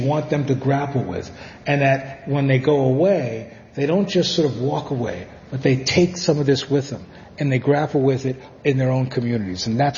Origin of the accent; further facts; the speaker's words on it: New Jersey, United States; Well, New Jersey taught me when to fight, when to run, and how to talk my way out of trouble.